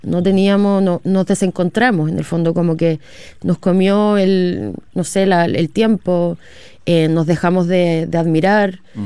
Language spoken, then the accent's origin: Spanish; Calbuco, Los Lagos, Chile; moved away; vengo llegando de Calbuco, estamos preparando una película de del primer libro, y para eso hay que volver atrás. y era necesario que en este caso la directora y el guionista conocieran a mi familia y mi contexto de chica